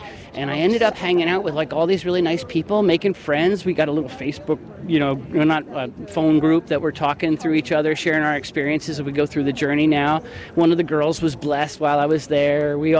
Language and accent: English; Martha's Vineyard, Massachusetts, United States; I'm from Martha's Vineyard, Massachusetts. I came down here starting on Friday last week